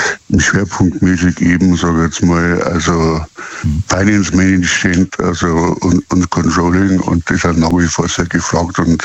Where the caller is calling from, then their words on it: Rosenheim, Bavaria, Germany; accent: Bavarian; ich komme aus Rosenheim, sprich aus Bayern.